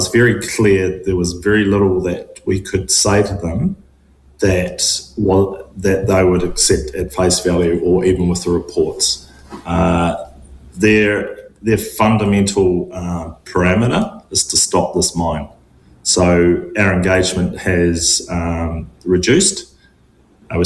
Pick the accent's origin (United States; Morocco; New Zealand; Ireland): New Zealand; My team is 95% New Zealanders, and we're all here to better our country and our future for our children.